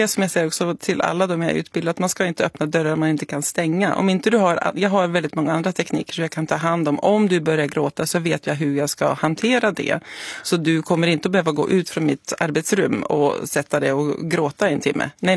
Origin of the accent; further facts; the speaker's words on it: Norway; Swedish is a second language; now in Sweden; får ju inte bli arg i det här landet. Och jag bara, nej, det är skillnad på Norge och Sverige, för jag är norsk.